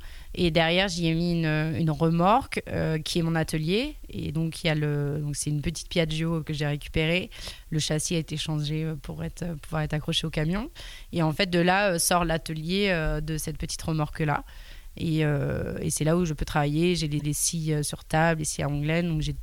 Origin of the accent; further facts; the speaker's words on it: Angers, Pays de la Loire, France; born there; Je suis partie d'Angers, donc c'est là où est né le projet, c'est là où je suis née.